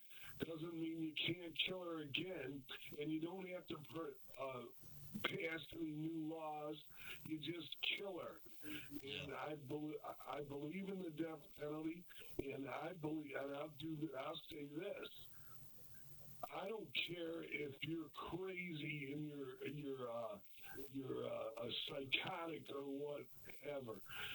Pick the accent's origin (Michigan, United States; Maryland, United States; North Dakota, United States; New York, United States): Michigan, United States; Detroit; Anyway, but I am here, and I'm from Detroit.